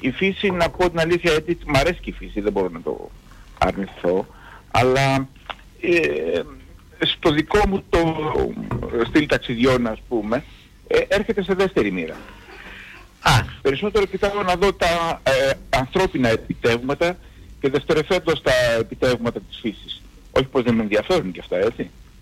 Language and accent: Greek; Athens, Attica, Greece; now in Amfissa, Greece; Είμαι εδώ στην περιοχή της Φωκίδας τα τελευταία 28 χρόνια. Είμαι ερωτικός μετανάστης από την Αθήνα, εν πάση περιπτώσει.